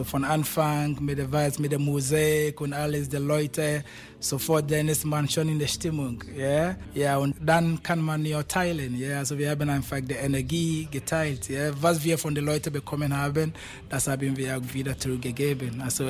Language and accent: German; Ghana; ich komme aus der Straße, Reggae, Afro, Weiss, ja, direkt aus Ghana.